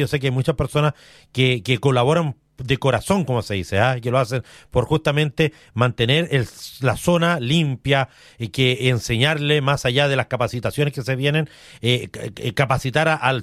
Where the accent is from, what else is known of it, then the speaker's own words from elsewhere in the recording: Araucanía, Chile; para toda la zona de la Araucanía, de donde soy oriundo